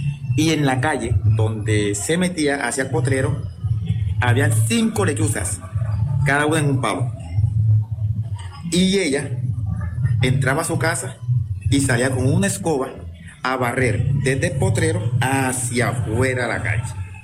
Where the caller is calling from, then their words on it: Cartagena, Bolívar, Colombia; Me estoy comunicando desde Cartagena.